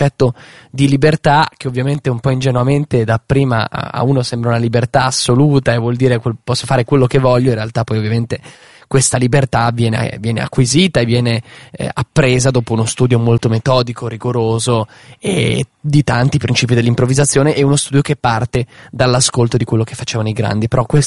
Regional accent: Bologna, Emilia-Romagna, Italy; nella mia città natale, Bologna

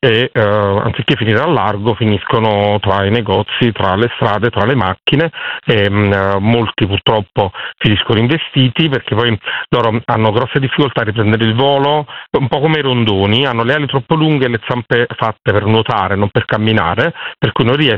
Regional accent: Naples, Campania, Italy; la periferia di Napoli, perché sono napoletano

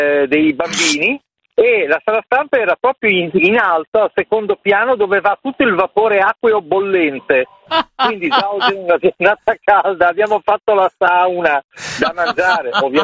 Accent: Ferrara, Emilia-Romagna, Italy; vengo da Ferrara.

